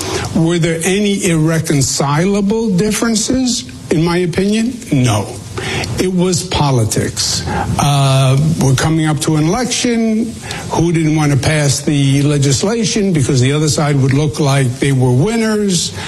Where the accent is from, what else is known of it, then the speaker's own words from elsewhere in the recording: New York, United States; I'm a New Yorker, if you can't tell. New York, finance capital of the world.